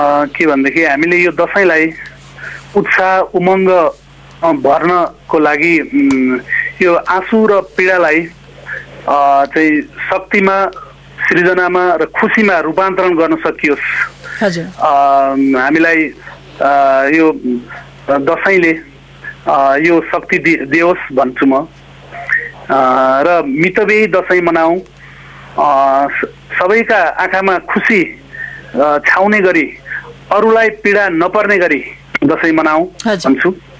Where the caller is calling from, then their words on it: Panchkhal, Bagmati, Nepal; अहिले चाहिँ पाँचखाल काभ्रेबाट।